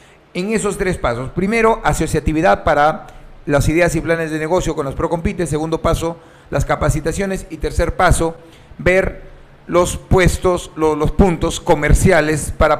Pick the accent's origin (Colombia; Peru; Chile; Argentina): Peru; Tambogrande, Piura; born there; a mis vecinos de Tambo Grande, exactamente, Valle de los Incas, que pasé parte de mi niñez ahí, por eso es que le tengo un gran cariño a mi tierra de Tambo Grande.